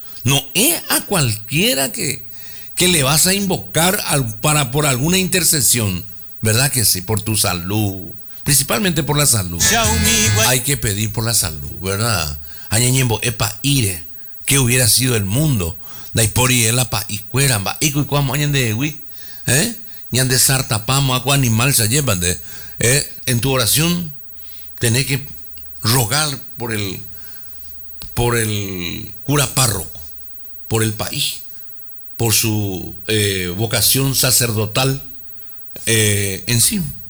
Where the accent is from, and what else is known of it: Paraguay